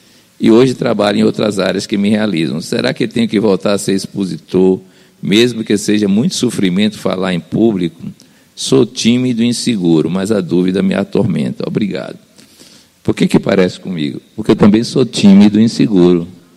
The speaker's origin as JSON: {"language": "Portuguese", "town": "Serrinha", "region": "Bahia", "country": "Brazil", "tie": "born or raised there", "said": "em Serrinha, minha terra"}